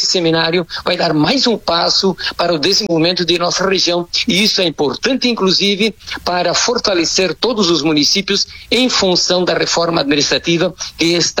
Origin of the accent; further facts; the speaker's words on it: Brazil; nós, como brasileiros